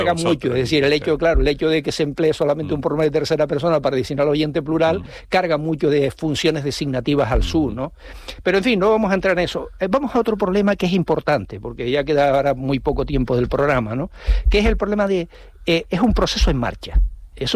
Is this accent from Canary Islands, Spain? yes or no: yes; Puerto del Rosario, Canary Islands, Spain; Yo recuerdo cuando niño, en Puerto del Rosario, que es donde pasé yo mi infancia